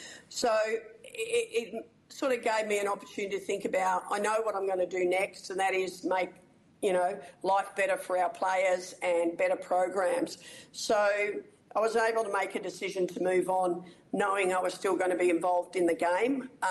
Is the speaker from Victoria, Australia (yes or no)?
yes; Melbourne, Victoria, Australia; I grew up in Melbourne